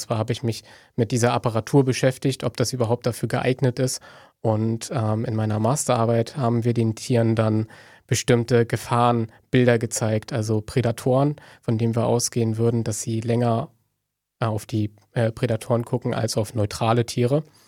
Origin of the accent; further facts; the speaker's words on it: Mecklenburg-Vorpommern, Germany; now in Rostock, Germany; Wenn man ja hier aus Mecklenburg oder so wie ich aus Vorpommern kommt, dann stellt sich eigentlich sehr häufig nur die Frage, ob man in Greifswald oder in Rostock studiert.